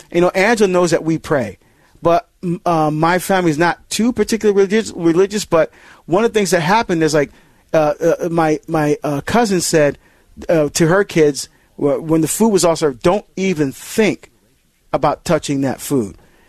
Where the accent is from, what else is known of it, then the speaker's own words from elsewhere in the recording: New Jersey, United States; calling from my home state of New Jersey, from Toms River.